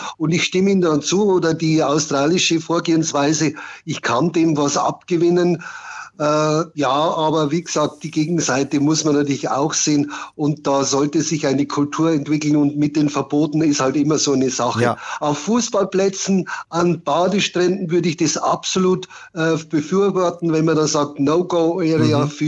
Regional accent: Regensburg, Bavaria, Germany; Ich bin ja aus Regensburg

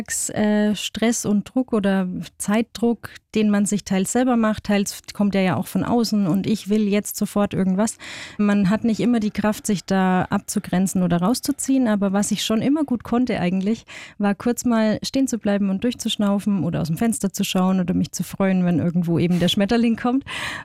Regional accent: Bavaria, Germany; Ja, ist vor allem sehr lustig, wenn man sich vorstellt und sagt, ich bin aus dem Fichtelgebirge, dann überlegen die, welches Gebirge im Alpenraum kennen wir denn nicht?

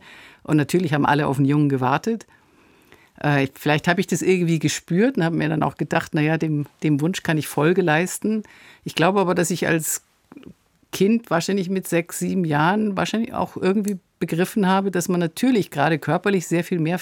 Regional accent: Munich, Bavaria, Germany; Schwabing. Ich bin am Luitpoldpark aufgewachsen.

